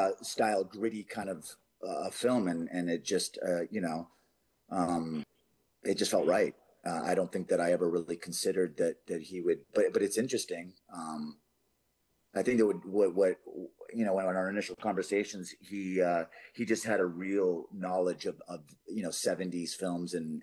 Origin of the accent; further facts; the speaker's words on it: Canada; now in United States; I'm Canadian. I love Canada, born and raised.